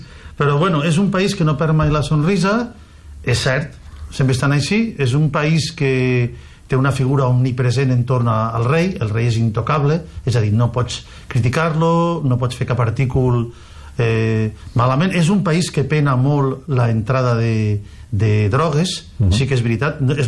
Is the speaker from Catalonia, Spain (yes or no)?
no; Vinaròs, Valencian Community, Spain; born there; el que vaig néixer a Vinaròs i me sento profundament vinarossenc, pues estic poc temps aquí.